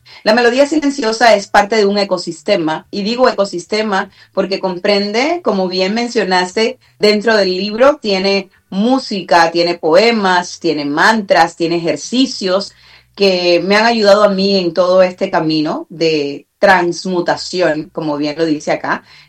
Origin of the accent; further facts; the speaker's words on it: Cuba; now in Miami, United States; Estoy aquí desde Miami, en los Estados Unidos, y aunque soy cubana, pues aquí vivo en Miami hace 23 años ya.